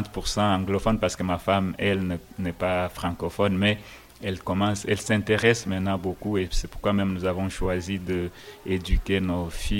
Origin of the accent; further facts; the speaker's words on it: DR Congo; also born or lived in Ottawa; now in Campbell River, Canada; Je suis parti du Congo, de la République démocratique du Congo, et je suis arrivé à Ottawa. Ottawa, j'ai fait mes études universitaires à Ottawa, à l'Université d'Ottawa.